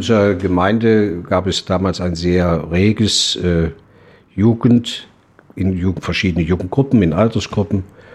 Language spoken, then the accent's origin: German; Gotha, Thuringia, Germany; also born or lived in Eichsfeld; Mein Vater ist zu seinen Eltern gezogen in den 1953 und da ist die Familie nach Gotha gekommen.